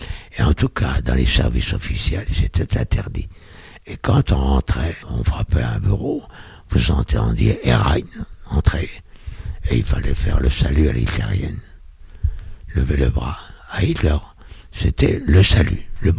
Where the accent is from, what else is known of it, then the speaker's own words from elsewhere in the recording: Auboué, Grand Est, France; also born or lived in Jœuf; que mes parents ont quitté Auboué en 1941. Donc... j'avais plus de pieds à terre à Auboué, qui était mon pays natal. Donc j'étais chez ma tante, une sœur à ma mère, à Jeuf.